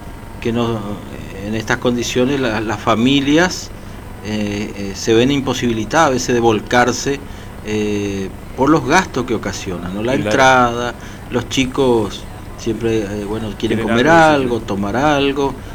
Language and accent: Spanish; Oberá, Misiones, Argentina; muchos que somos de Oberá y trabajamos en otro municipio.